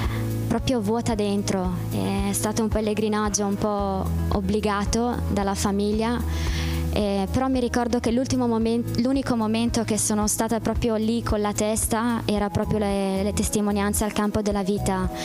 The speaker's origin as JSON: {"language": "Italian", "town": "Verona", "region": "Veneto", "country": "Italy", "said": "sono italiana, vengo da Verona."}